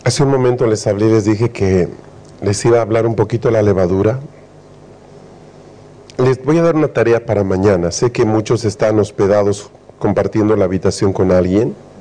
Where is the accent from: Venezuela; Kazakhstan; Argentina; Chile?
Chile; para nosotros, chilenos, es todo un problema